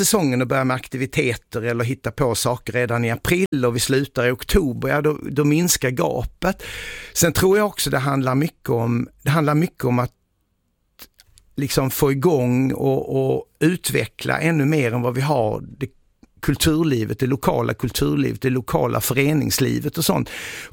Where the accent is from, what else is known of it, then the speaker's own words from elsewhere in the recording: Skåne, Sweden; moved away; Jag är egentligen skåning från början.